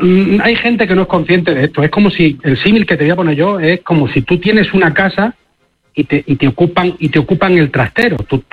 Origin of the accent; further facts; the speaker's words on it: Melilla, Spain; Yo a mi hijo no lo dejaría, yo soy de Melilla, ¿eh?